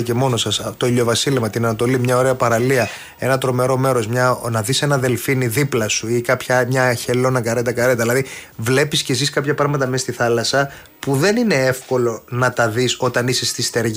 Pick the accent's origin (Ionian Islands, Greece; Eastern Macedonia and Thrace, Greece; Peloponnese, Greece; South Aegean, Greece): South Aegean, Greece; Naxos; now in Porto Heli, Greece; στην Άξο που είναι η πατρίδα μου και η οικογένειά μου, οι γονείς μου